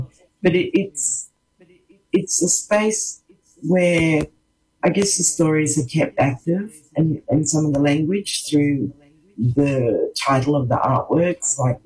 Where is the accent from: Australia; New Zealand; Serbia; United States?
Australia; Broome, Western Australia; certainly when I guess Mitch and I grew up here in Broome.